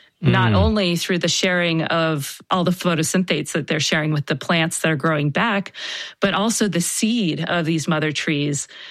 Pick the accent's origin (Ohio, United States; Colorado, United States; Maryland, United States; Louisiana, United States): Maryland, United States; Baltimore